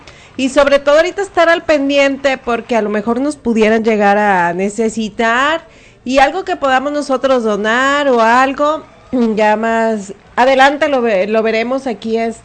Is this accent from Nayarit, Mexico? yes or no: yes; Nayarit, Mexico; somos mexicanos y sobre todo nayaritas, sí podemos.